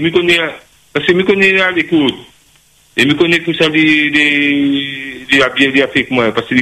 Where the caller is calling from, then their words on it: Saint-Denis, Réunion; mais je suis à Saint-Denis.